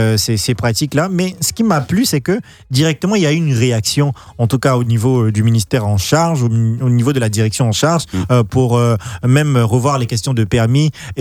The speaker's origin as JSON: {"language": "French", "country": "Côte d’Ivoire", "said": "en tant qu'Ivoirien sensibilisé, en tant qu'Ivoirien émergent"}